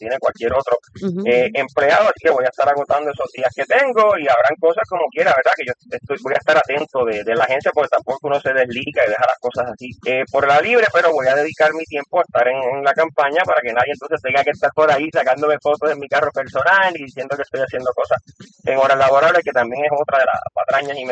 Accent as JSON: {"language": "Spanish", "town": "Cataño", "country": "Puerto Rico", "said": "con el voto de mi pueblo de Cataño"}